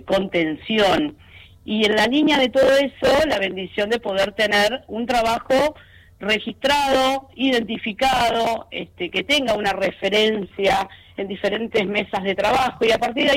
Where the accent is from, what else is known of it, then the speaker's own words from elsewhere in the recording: Buenos Aires, Argentina; moved away as an adult; now in Ushuaia, Argentina; yo soy de Buenos Aires y adopté esta ciudad como elección, esta provincia, mira, que es a la que queremos. Hace 25 años que estoy ya en Ushuaia.